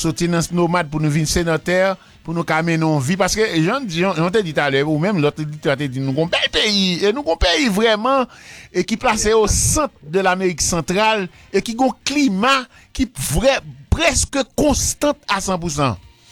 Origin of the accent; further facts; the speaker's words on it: Haiti; Nous avons grandi, étudié, formé en Haïti.